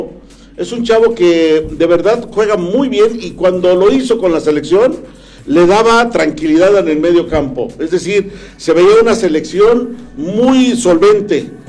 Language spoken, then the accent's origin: Spanish; Paso de Arena, Guerrero, Mexico; Pero su pueblo se llama San Fernando Guerrero, adelantito de mi pueblo de Paso de Arena.